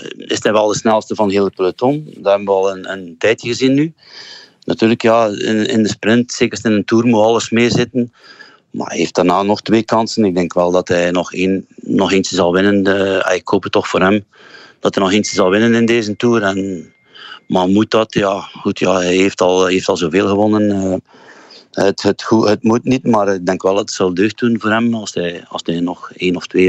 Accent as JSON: {"language": "Dutch", "town": "Zwalm", "region": "East Flanders", "country": "Belgium", "said": "Bertrand, dat was een streekgenoot van mij vroeger. Ik kom uit Zwalm."}